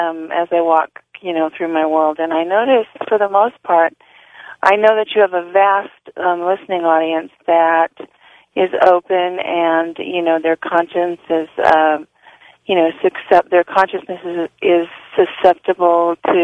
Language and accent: English; Tujunga, California, United States; I'm from Tujunga.